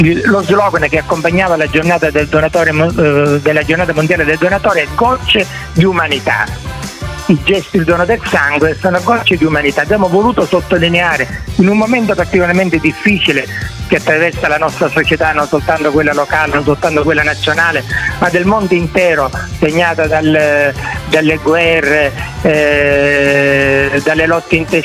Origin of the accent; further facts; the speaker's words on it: Catania, Sicily, Italy; No, è vero, sì, non è proprio delle nostre parti, delle catanese, del palermitano